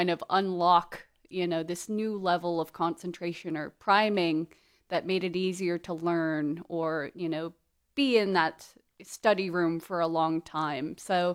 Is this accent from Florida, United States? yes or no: no; Houston, Texas, United States; now in Austin, United States; I live here in Austin, but I'm a transplant from Houston.